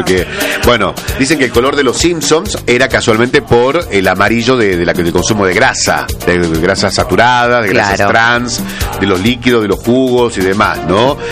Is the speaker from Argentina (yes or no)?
yes; Tucumán, Argentina